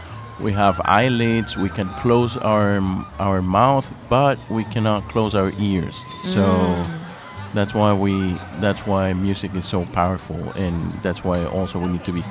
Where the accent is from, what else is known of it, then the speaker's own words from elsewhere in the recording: Peru; moved away; You know I'm from Peru